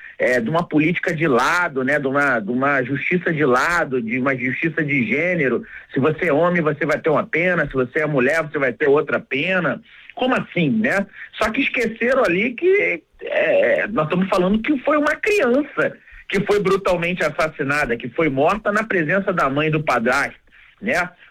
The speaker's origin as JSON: {"language": "Portuguese", "country": "Brazil"}